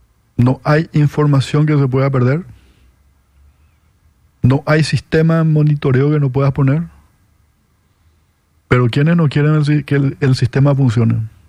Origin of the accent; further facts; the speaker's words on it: Paraguay; lo que muchos no estamos viendo como paraguayos